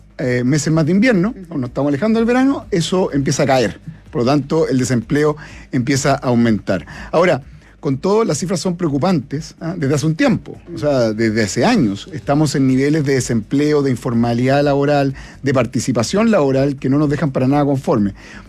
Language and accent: Spanish; Chile; preocupado por las cifras, como todo chileno.